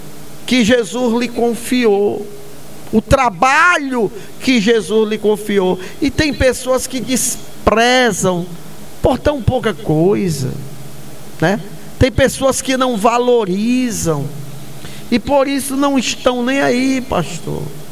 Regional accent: Brazil; born there; Eu nasci aqui no Brasil

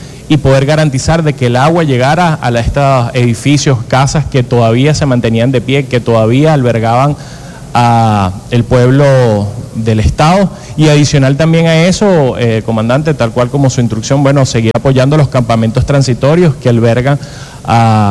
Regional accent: Táchira, Venezuela; sin importar si somos del Táchira

